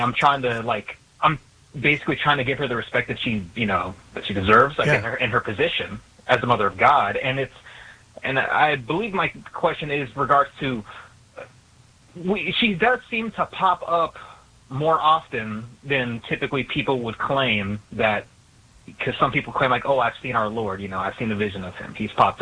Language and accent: English; Texas, United States; growing up in Southern Texas, like there's predominantly Hispanic demographic, and you see images of, you know, Lady Guadalupe everywhere.